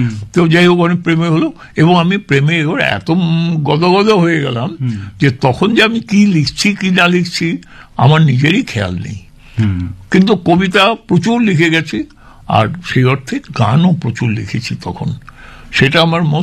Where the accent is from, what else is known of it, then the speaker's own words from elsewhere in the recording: Bikrampur, Dhaka Division, Bangladesh; moved away; also born or lived in Kolkata, India; আমার জন্ম হয়েছিল কলকাতায়, কিন্তু আমার শৈশব কেটেছিল পূর্ব বাংলার ঢাকা জেলার বিক্রমপুরে।